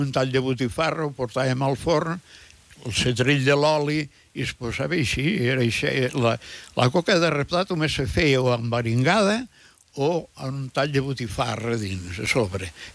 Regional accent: Catalonia, Spain; also born or lived in Val d'Aran; la meva comarca, la de la Segrià

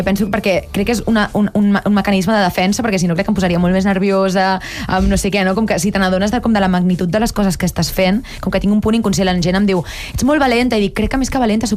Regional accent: Barcelona, Catalonia, Spain; Perquè fins a aquell moment, no, que jo vinc del Raval, en plan, jo no coneixia ningú que fos cantant

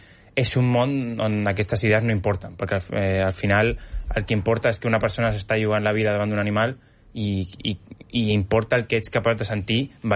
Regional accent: Catalonia, Spain; Jo sempre, com saben, no?, que soc català, perquè la veu s'escolta

